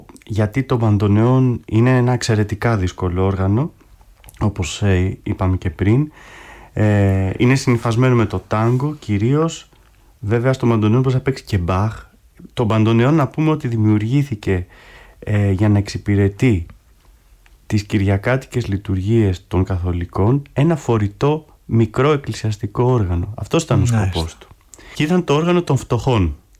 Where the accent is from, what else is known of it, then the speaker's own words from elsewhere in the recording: Volos, Thessaly, Greece; μεγάλωσα στο Βόλο, στη Νέα Ιωνία.